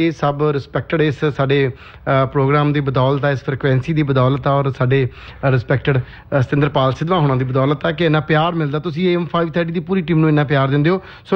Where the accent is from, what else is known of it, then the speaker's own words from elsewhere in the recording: Jaito, Punjab, India; ਬਸ ਸਮਝ ਲੋ ਕਿ ਗੋਲੇ ਵਾਲਾ ਨਾਨਕੇ ਆ ਤੇ ਰਹੇ ਮੋਸਟਲੀ ਗੋਲੇ ਵਾਲ ਵੀ ਰਹੇ ਆ ਤੇ ਬਾਕੀ ਜੈਤੋ ਵੀ ਸਾਡਾ ਪਿੰਡ ਹੈ ਜੀ।